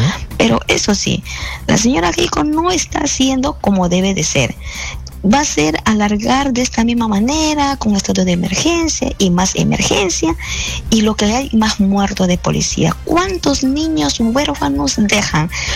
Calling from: Lima, Peru

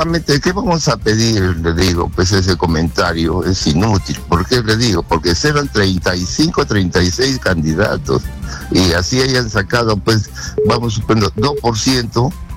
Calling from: Huarmey, Ancash, Peru; desde Huarmey.

